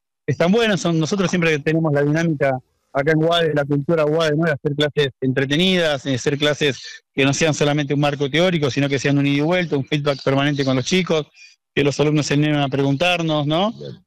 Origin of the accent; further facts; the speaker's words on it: Argentina; países como Argentina, que somos 100% ganaderos, históricamente ganaderos